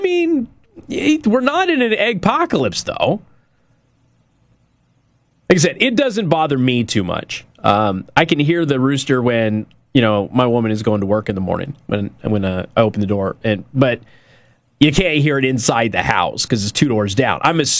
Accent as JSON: {"language": "English", "area": "West", "region": "the West", "country": "United States", "said": "Although I'm from the West. If you walk on somebody's lawn in the West, you can get shot to death. And it's actually a bit of a culture shock for those of us who are from the West and Southwest"}